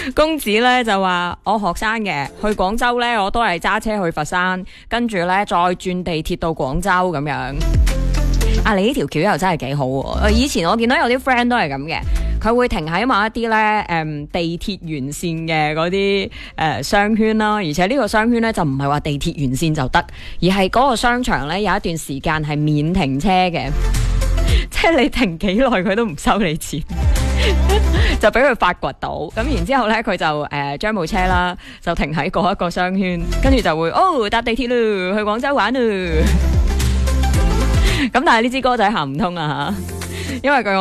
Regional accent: Guangdong, China; 我哋广东人就系咁务实噶嘛

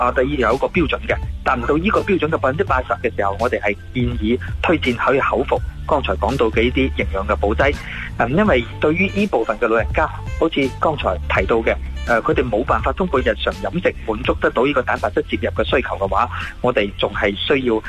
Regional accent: Guangdong, China; 我哋广东人

